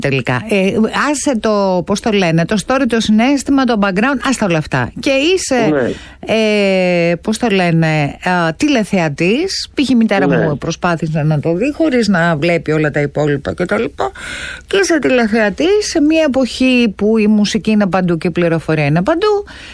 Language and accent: Greek; Serres, Central Macedonia, Greece; γιατί και εγώ από τα Σέρας είμαι από τα Σέρας, έτσι. Ως queer παιδί.